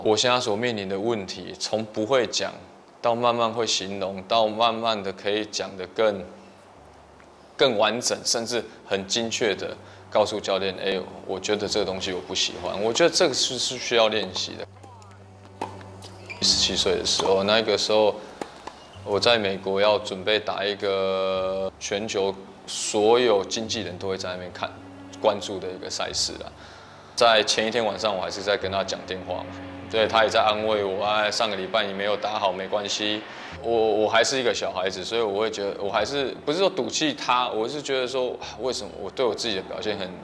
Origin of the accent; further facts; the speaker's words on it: Taoyuan, Taiwan; born there; 我出生民国72年，然后我在桃园出生